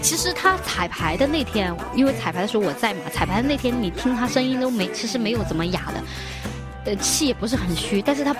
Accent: Chongqing, China; accent: Chongqing dialect; 他又崩小火，就是用我们重庆话来说叫崩小火和穷骨头发烧

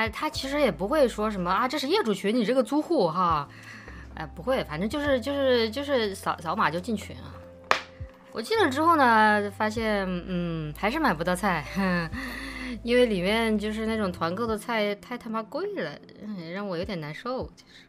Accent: Chongqing, China; moved away; 因为我是重庆长大啊

